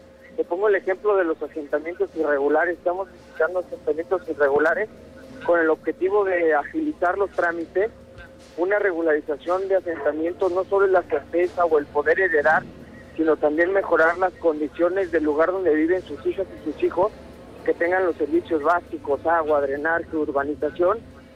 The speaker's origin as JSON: {"language": "Spanish", "region": "Querétaro", "country": "Mexico", "said": "que somos el legislador queretano con mayor número de iniciativas"}